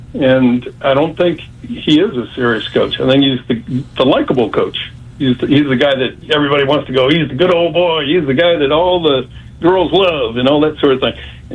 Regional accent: Delray Beach, Florida, United States; I come from Del Rey

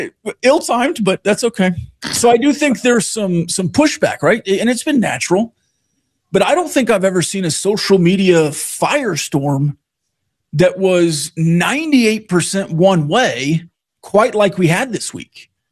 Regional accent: Lubbock, Texas, United States; I was born and raised in Lubbock.

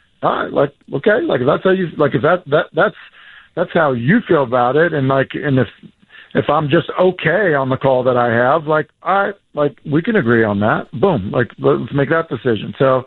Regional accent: New England, United States; in Tennessee, growing up in New England, you drive 30 minutes and you get to every game, right?

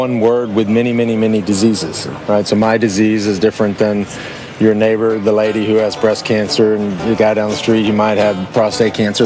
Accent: Texas, United States; Well, I grew up in outside of Dallas.

